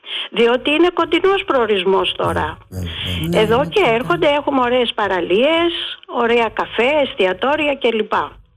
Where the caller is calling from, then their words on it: Porto Rafti, Attica, Greece; Να είστε καλά … από το Πορτοράφτη.